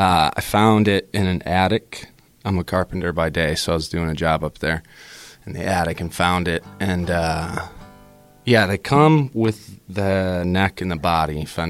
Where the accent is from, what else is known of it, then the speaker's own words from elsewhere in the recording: Canton, Michigan, United States; It's Canton, Michigan. It's not that small, I suppose. But it's just the burbs, man.